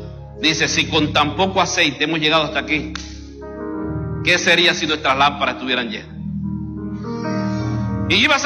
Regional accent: Cuba; born there; moved away; soy cubano también. Nací en la parte oriental del país, la última parte de Cuba, en donde el mapa da la última vuelta. Si te caes del trazo del lápiz, caes en el mar. Pero ahí nací.

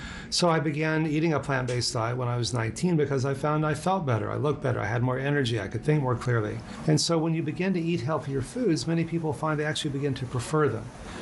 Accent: Texas, United States; I grew up in Texas eating meat 4 or 5 times a day, and I liked it.

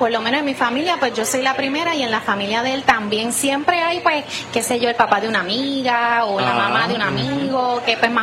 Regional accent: San Juan, Puerto Rico; moved away as an adult; now in Cabo Rojo, Puerto Rico; yo soy de San Juan, Jean Paul es de Aguada y nos tuvimos que mudar pues para Cabo Rojo

